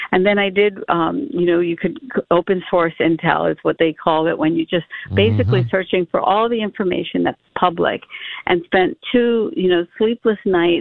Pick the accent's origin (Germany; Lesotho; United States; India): India; born there; moved away; I was born in India and speak the language